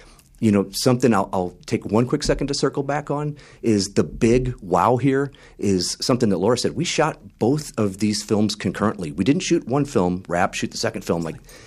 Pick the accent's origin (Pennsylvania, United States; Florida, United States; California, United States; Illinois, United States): California, United States; San Diego; also born or lived in Los Angeles; now in Humboldt Bay, United States; I'm from San Diego, worked around L.A.